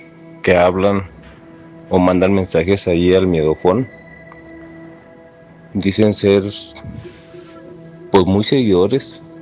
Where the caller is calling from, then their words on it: Chihuahua, Mexico; Les habla su amigo y servidor … desde la ciudad de Chihuahua, desde Chihuahua capital.